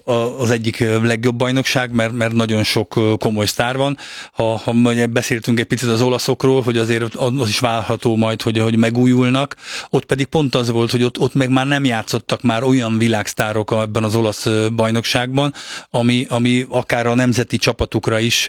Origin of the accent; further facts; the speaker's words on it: Hungary; azt hiszem magyarként